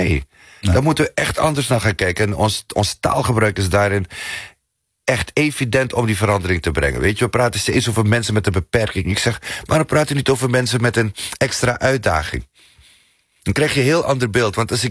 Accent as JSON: {"language": "Dutch", "country": "Netherlands", "said": "Ik ben gewoon een freaking Nederlander. En ik heb een onmiskenbare Surinaamse identiteit."}